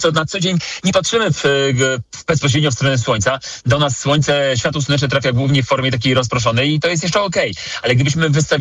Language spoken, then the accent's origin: Polish; Warsaw, Masovian Voivodeship, Poland; czyli na wschodnią stronę Warszawy, skąd sam pochodzę, z Pragi Północ.